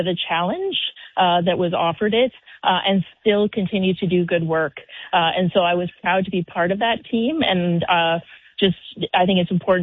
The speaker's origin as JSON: {"language": "English", "country": "Canada", "lives_now": "Ottawa, Canada", "said": "come back to Canada. I am Canadian"}